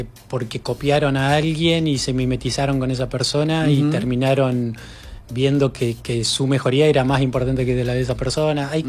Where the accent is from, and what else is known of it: Trenque Lauquen, Buenos Aires Province, Argentina